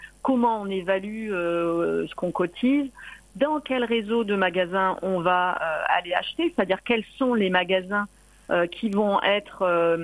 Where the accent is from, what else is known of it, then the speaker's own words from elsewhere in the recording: Marseille, Provence-Alpes-Côte d'Azur, France; parce que moi je viens de Marseille et donc on vient sur des très courtes périodes